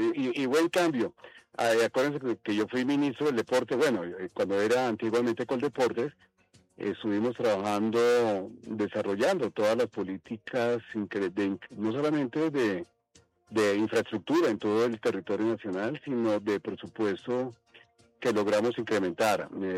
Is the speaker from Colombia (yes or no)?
yes; Cartagena, Bolívar, Colombia; hace días me voy para Cartagena Yo soy cartagenero